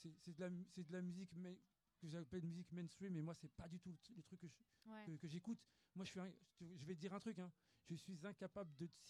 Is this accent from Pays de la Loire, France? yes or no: no; Paris, Île-de-France, France; moi j'ai grandi à Paris, en région parisienne.